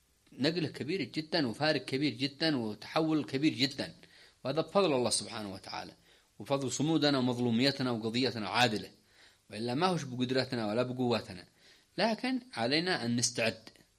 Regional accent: Yemen; إحنا في الأول والأخير إحنا يمنيين

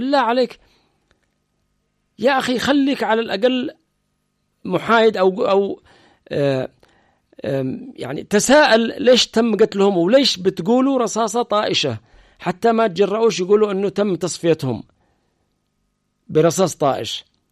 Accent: Aden, Yemen; وبعدين بيشتغلوا في مستشفى حكومي هنا حتى في عدن،

